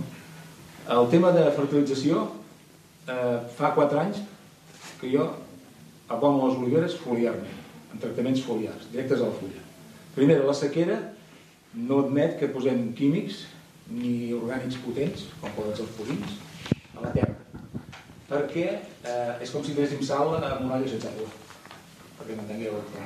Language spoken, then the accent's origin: Catalan; Sant Feliu, Catalonia, Spain; Tots som de Sant Feliu.